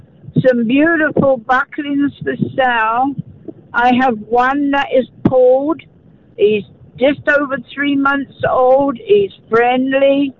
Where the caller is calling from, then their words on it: Vita, Manitoba, Canada; From Vita, Manitoba.